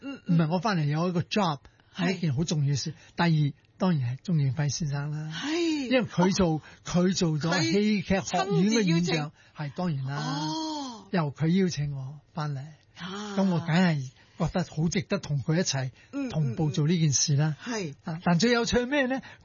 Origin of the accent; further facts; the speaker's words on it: Hong Kong; moved away; also born or lived in United States; 我係香港人。